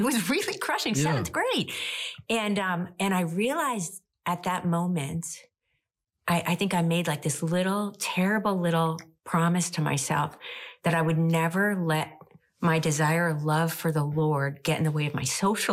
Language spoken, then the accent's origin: English; Long Island, New York, United States; I grew up on Long Island in New York.